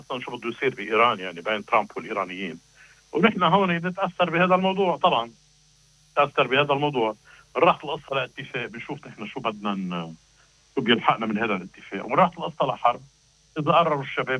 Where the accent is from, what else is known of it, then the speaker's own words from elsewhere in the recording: South Lebanon, Lebanon; أنا من منطقة الزهراني، منطقة الزهراني